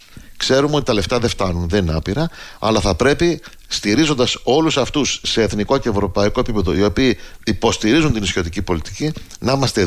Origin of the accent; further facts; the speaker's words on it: Hydra, Attica, Greece; Είμαι από την Ίδρα, είμαι ένα από τα 4, βάζω και την Κάσο μέσα γι' αυτό, 4 ηρωικότερα νησιά